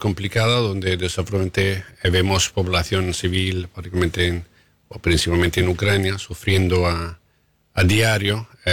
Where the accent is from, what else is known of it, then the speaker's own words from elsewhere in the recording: Rome, Lazio, Italy; born there; first language Italian; Spanish is a second language; moved away; Yo mismo soy de familia danesa y sueca, casado con una española, nacido en Roma... Italiano fue mi primer idioma.